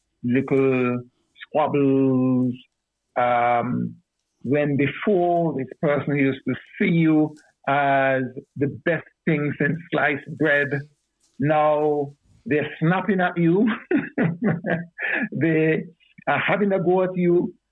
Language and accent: English; Montserrat; I'm from Montserrat.